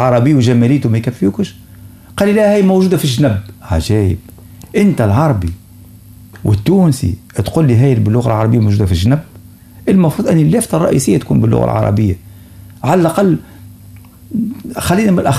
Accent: Tunisia; عندنا في تونس

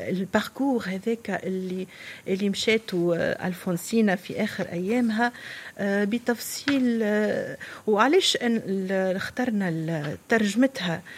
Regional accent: Tunisia

